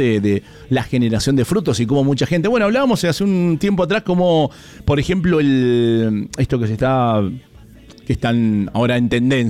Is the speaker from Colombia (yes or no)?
no; Mendoza, Argentina; Bueno, acá como mendocinos sabemos cómo de repente en tiempo de en este tiempo, en esta época, el tema de las heladas